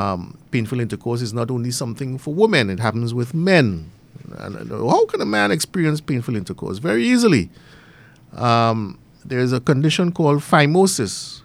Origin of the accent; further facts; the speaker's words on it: Trinidad & Tobago; as a Trinidadian